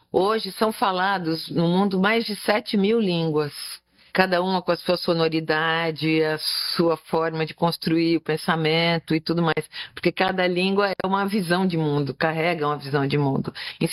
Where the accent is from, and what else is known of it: Brazil